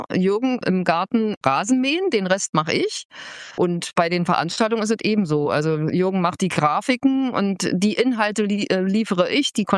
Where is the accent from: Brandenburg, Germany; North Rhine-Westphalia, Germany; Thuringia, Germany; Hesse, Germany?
Brandenburg, Germany; Buckow; So, weil ich bin ja, wie gesagt, in Buku aufgewachsen.